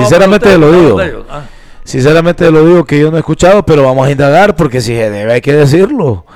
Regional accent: La Lima, Cortés, Honduras; Sí, Lima Nueva, claro, yo soy limeño, güey.

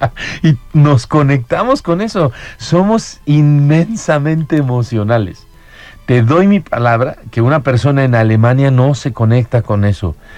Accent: Mexico; como somos los latinos o como somos los mexicanos

